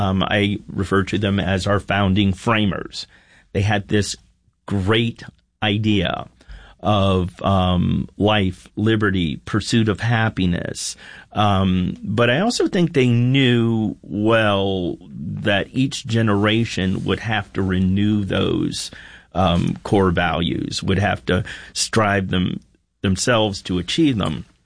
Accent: United States; born there; I would say I'm proud to be born in America, and I'm proud to continue the path of becoming an American.

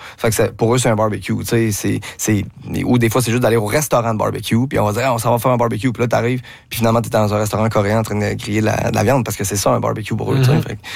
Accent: Quebec, Canada; au Québec, nous autres

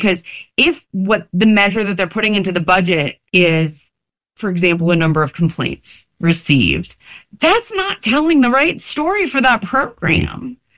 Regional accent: New Jersey, United States; And as they used to say, where I grew up in New Jersey, we know where the bodies are buried.

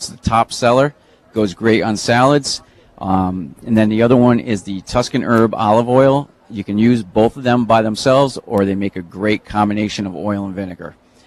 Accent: Waterford, Connecticut, United States; I grew up in Waterford, but I love it out here.

